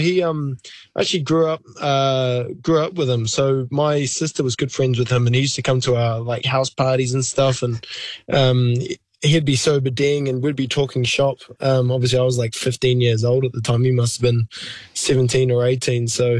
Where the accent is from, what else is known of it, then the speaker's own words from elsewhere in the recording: New Zealand; now in Australia; So I'm so grateful that I can be just across the ditch and still be considered the hometown hero.